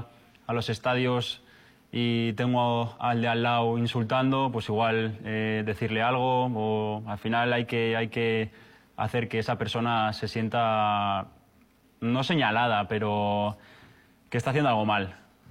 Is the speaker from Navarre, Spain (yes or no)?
yes; Navarre, Spain; moved away; Yo soy de Navarra